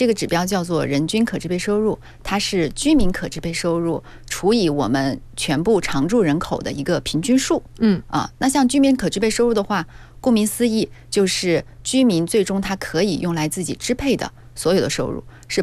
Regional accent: Guangdong, China; 这个也体现了我们广东人的一个饮食的偏好。

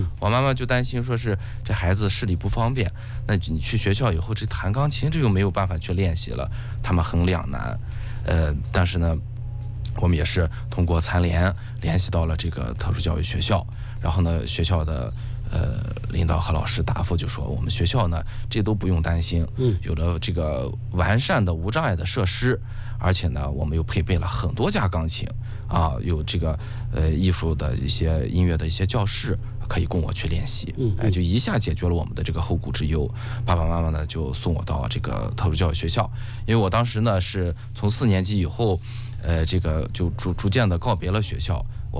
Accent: Guyuan, Ningxia, China; born there; 我呢是出生在宁夏南部山区的固原市的西吉县，那么呢是还是比较欠发达的一个地区。

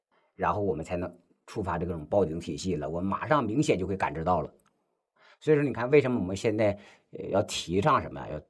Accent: China; 就是未来我们中国人要实现的这个健康标准

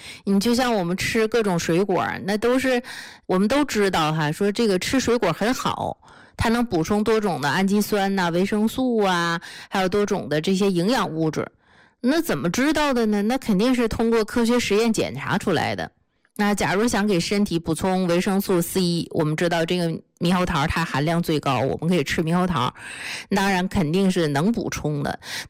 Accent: Tibetan areas, China; 我虽然是藏区长大的

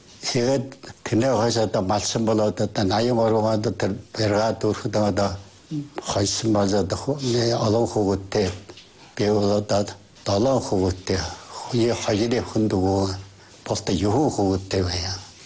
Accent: Inner Mongolia, China; би Өвөн хөсөндөө шинхэн зоомны бүрдэрэгэд

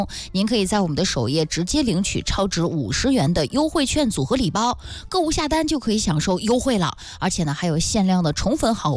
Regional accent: Shijiazhuang, Hebei, China; 用咱们河北人说话，或者准确来说石家庄人说话就是得。

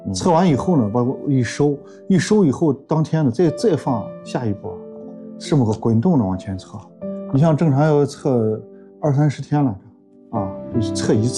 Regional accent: China; 体现了咱们中国人这个顽强自强这种性格在里边

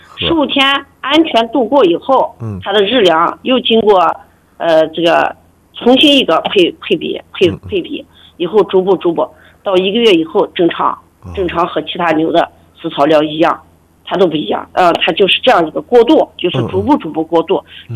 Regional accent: China; 第一就是我也是本地人，土生土长的峨眉人，我对这块土地还是有感情的。

